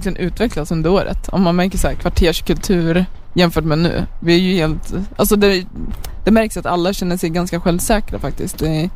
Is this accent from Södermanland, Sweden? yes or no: yes; Eskilstuna, Södermanland, Sweden; moved away as an adult; Jag är liksom born and raised i Eskilstuna. Alltså så här, bodde där i 27 år.